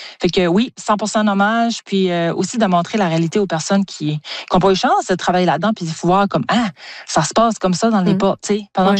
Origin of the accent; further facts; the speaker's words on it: Shippagan, New Brunswick, Canada; c'est chez nous, dans ma ville natale, à Chipagan